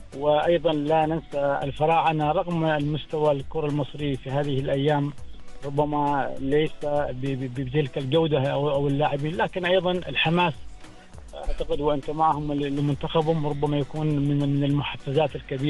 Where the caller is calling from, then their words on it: Oman; احنا كعمانيين